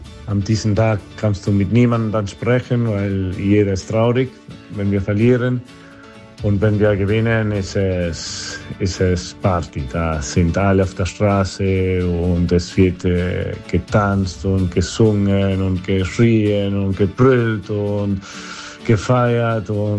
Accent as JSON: {"language": "German", "country": "Argentina", "second_language": "German", "said": "Aber wenn die Weltmeister kommt, dann sind wir alle Argentinier."}